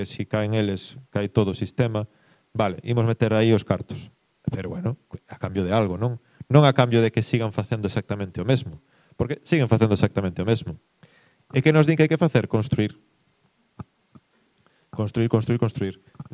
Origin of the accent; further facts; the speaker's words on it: Vilagarcía de Arousa, Galicia, Spain; eu son de Vilarcía, en Vilarcía pasa algo semellante